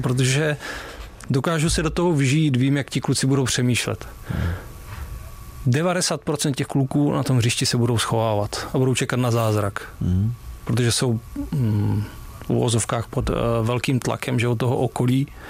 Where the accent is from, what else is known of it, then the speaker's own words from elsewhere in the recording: Opava, Moravian-Silesian Region, Czechia; born there; Ten klub mám rád, ale jsem z Opavy, jako narodil jsem se tam, tak jak budu fanit svému klubu, jako což je Opava, že jo?